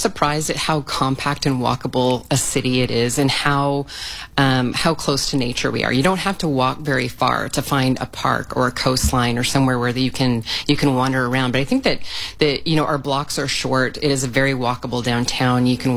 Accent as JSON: {"language": "English", "country": "Canada", "said": "Being Canadian and seeing a 36% drop in 2025 in Canadian visitors was a big deal for us."}